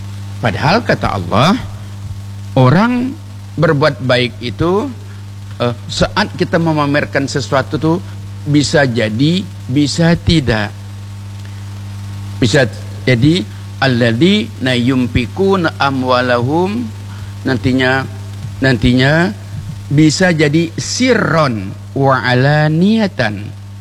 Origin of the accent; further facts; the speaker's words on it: Bangka Belitung Islands, Indonesia; kami juga orang Bangka, masih jauh